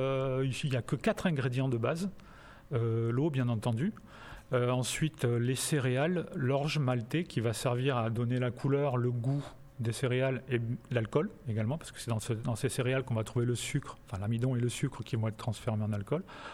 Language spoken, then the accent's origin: French; France; now in Albi, France; Alors non, je ne suis pas originaire du Tarn, je suis originaire du Sud-Est. Et avant de m'installer dans le Tarn, j'étais quelques années à Toulouse.